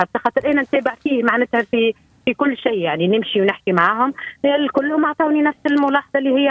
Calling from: Tunis, Tunis Governorate, Tunisia; أنا ساكنة في تونس العاصمة.

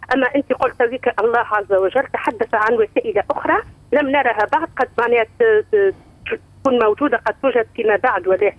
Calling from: Tunis, Tunis Governorate, Tunisia

